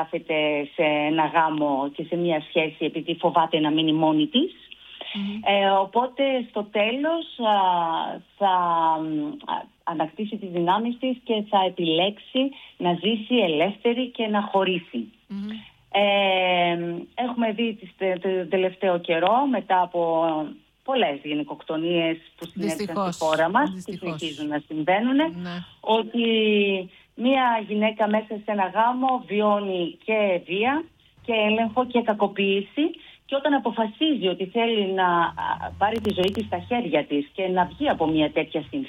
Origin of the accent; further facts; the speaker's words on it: Thessaloniki, Central Macedonia, Greece; moved away; Πάντα έχω μεγάλη χαρά όταν παίζω στην πόλη μου